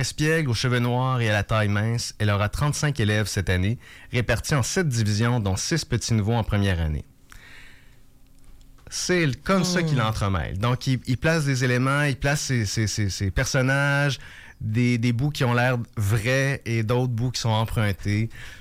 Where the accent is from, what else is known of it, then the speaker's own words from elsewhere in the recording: Quebec, Canada; Et bon, on replonge, comme je l'ai dit, dans la Beauce. C'est aussi ma région d'origine, mais on parle d'une Beauce plus étendue, Dorchester, qui est aujourd'hui Bellechasse, les Échemins, Beauce-Sud, on va plus loin.